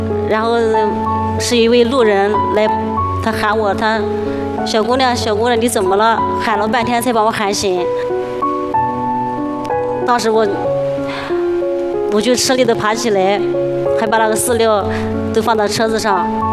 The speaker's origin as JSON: {"language": "Chinese", "town": "Lu'an", "region": "Anhui", "country": "China", "said": "我来自安徽省六安市。"}